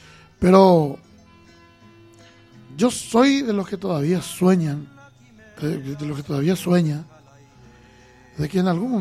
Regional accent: Paraguay; estamos nosotros como estamos, como paraguayos

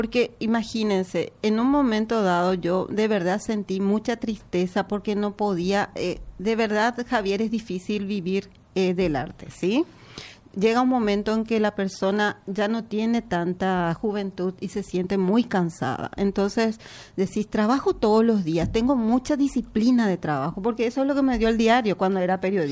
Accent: Paraguay; also born or lived in Resistencia, Chaco, Argentina; Yo nací en Resistencia. Chaco, Argentina. Mis padres eran argentinos, vinieron a Paraguay cuando yo tenía un año.

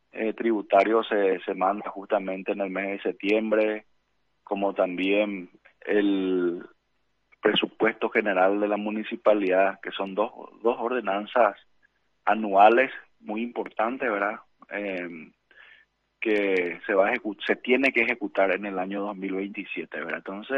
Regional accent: Pedro Juan Caballero, Amambay, Paraguay; como paraguayos, como pedrojuaninos

